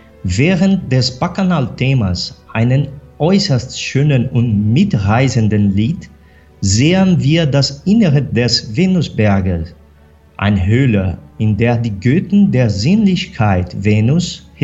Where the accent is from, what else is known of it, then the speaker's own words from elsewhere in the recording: Brazil; ich bin Brasilianer.